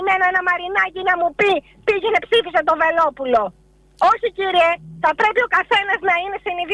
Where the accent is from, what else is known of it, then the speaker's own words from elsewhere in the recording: Greece; Και είμαι μία από τις Ελληνίδες η οποία ταξιδεύει διαρκώς στο εξωτερικό και πονάει η ψυχή μου όταν βλέπω τη χώρα μου να ρημάζει.